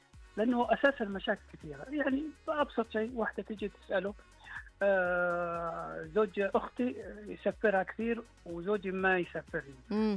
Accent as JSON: {"language": "Arabic", "country": "Saudi Arabia", "said": "عندنا في السعوديه علام الظاهر المهم."}